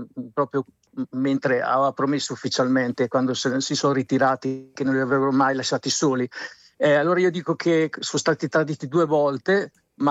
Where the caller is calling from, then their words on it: Marche, Italy; chiamo dalla provincia di Pesaro.